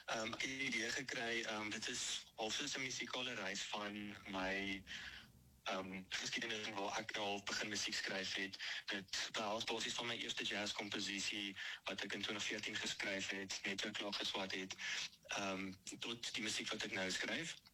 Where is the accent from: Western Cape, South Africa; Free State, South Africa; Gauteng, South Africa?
Gauteng, South Africa; Pretoria; So ek is geboren in Pretoria. Ek het groot geword in die Moot area.